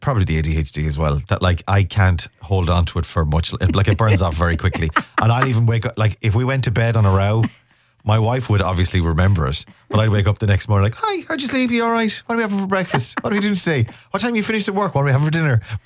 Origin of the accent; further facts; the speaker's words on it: Ireland; I am Irish.